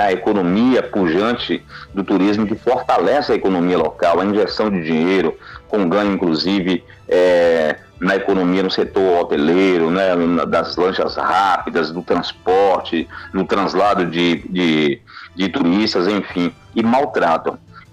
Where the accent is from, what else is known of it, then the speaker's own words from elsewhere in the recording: Bahia, Brazil; de onde eu sou oriundo ali, daquela micro-região do Baixo Sul